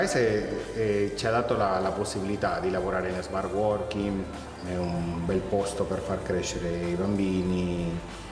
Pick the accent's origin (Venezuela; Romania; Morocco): Venezuela; moved away as an adult; now in Castel del Giudice, Italy; Sono originario dal Venezuela, vivo in Castel del Giudice da 4 anni con mia moglie, i miei figli